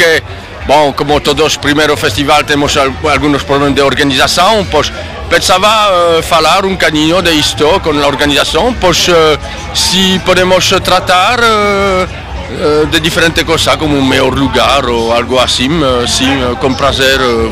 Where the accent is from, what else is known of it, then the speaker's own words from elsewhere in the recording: Wallonia, Belgium; first language French; Portuguese is a second language; now in Portugal; eu sou belga da parte Suaron, onde nós falamos francês, e tem a parte holandesa que falamos flamenco.